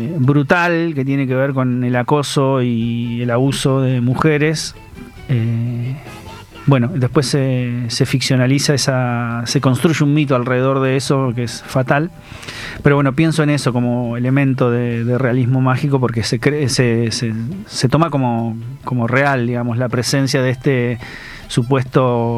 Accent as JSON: {"language": "Spanish", "region": "Buenos Aires", "country": "Argentina", "tie": "born or raised there", "said": "el libro empieza y termina en el lugar donde yo nací, me crié y viví durante muchos años, casi hasta los 30 años."}